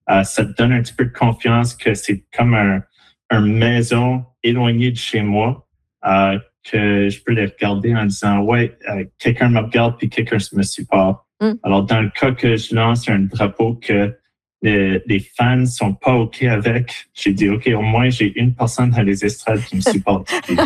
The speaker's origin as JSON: {"language": "French", "region": "Saskatchewan", "country": "Canada", "tie": "born or raised there", "said": "Alors, comme vous avez dit, j'ai grandi au Saskatchewan."}